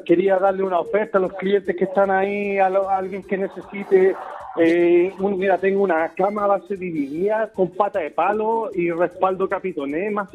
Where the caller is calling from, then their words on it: San Vicente de Tagua Tagua, O'Higgins, Chile; yo estoy acá ubicado en San Vicente, en la carretera de La Fruta, 1866.